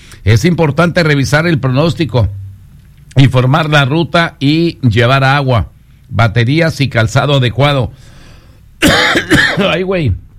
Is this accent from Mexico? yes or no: yes; Mexico